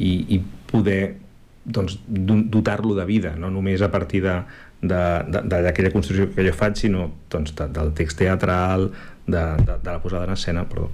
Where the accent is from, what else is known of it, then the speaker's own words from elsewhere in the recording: Esparreguera, Catalonia, Spain; perquè neixo a Esparreguera.